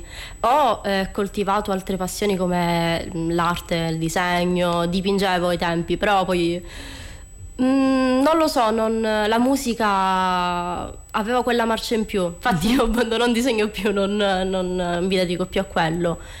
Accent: Trabia, Sicily, Italy; partecipai al mio primo concorso Canoro a Trebia, il mio paese di origine.

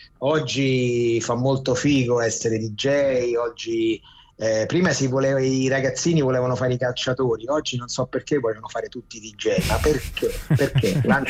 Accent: Rome, Lazio, Italy; l'Italia è sempre il mio paese, ma Roma soprattutto è la mia città, quindi comunque mi fa bene stare un po' qua e un po' di là.

